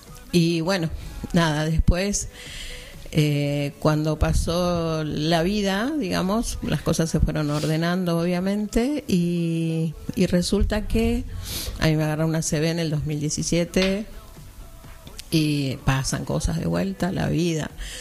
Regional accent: Corrientes, Argentina; now in Boulogne, Argentina; Yo soy del Bajo, desde que vine de Corrientes, soy correntina. Siempre viví en Boulogne

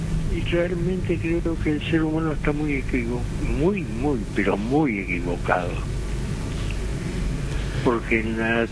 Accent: Argentina; yo me crié en el Delta.

